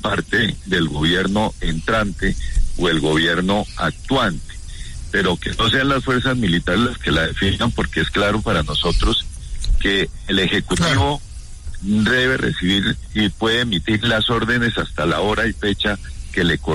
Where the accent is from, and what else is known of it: Colombia